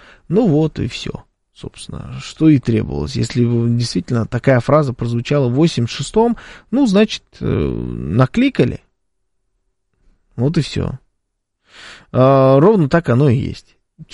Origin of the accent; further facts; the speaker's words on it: Moscow, Russia; accent: Moscow; У нас в России каждый пятый, наверное, двуязычный. А в Белгороде мне вообще заявили, что у меня московский акцент.